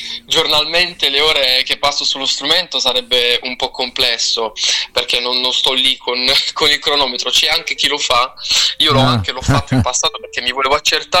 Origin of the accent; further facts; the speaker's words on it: San Michele di Bari, Apulia, Italy; Io sono di San Michele di Bari, un paesino insomma in provincia di Bari